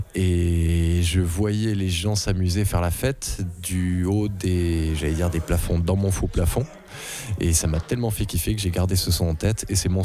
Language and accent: French; Nîmes, Occitanie, France; Oula, nous, on est de Nîmes.